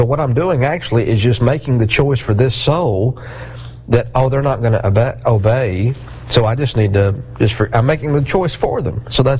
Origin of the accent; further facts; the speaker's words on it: Georgia, United States; I'm from South Georgia, actually from North Georgia, but preach in South Georgia.